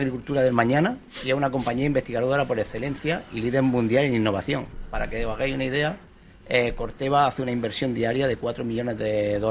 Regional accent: Almería, Andalusia, Spain; Sí, yo soy almeriense.

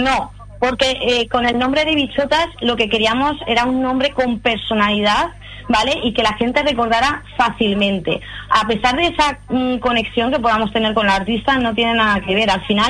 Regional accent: Madrid, Community of Madrid, Spain; now in Vera, Spain; a pesar de que soy de Madrid, para mí el llegar aquí a Verá, que para mí es mi hogar ahora mismo y estoy volcada muchísimo en la provincia y también en la localidad

